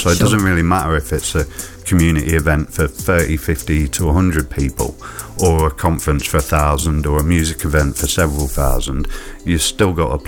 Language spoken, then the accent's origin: English; Leicester, East Midlands, United Kingdom; moved away as an adult; now in Stoke-on-Trent, United Kingdom; I've left Leicester, my hometown, to come back over to the Potteries.